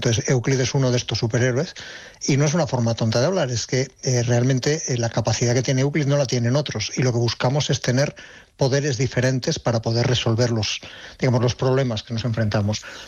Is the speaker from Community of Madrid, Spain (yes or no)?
no; Ávila, Castile and León, Spain